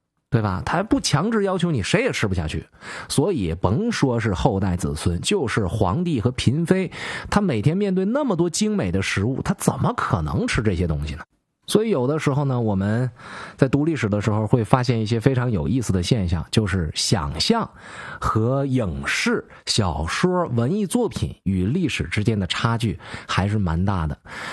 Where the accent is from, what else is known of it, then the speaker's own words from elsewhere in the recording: Northeast China, China; accent: Northeastern (Dongbei); 这让身为一个东北人的我呢感觉到有一些骄傲。